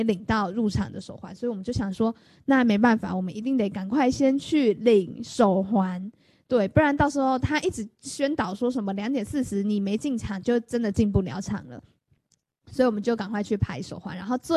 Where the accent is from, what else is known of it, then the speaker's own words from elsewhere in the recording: Tamsui, New Taipei, Taiwan; 但是我的家是在淡水